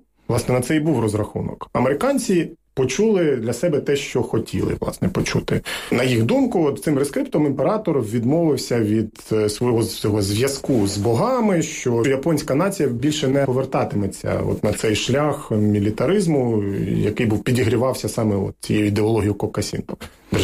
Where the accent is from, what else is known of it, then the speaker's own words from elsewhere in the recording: Donbas, Ukraine; Ну і, звичайно, схід для мене особисто – це своя асоціація, це Донбас, звідки я